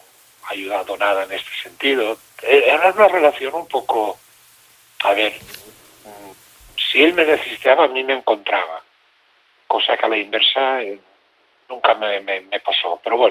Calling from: Santa Cristina d'Aro, Catalonia, Spain; vivo en Alampurdá.

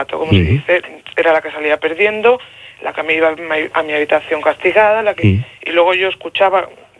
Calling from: Catalonia, Spain; Llamo desde San Quirsa.

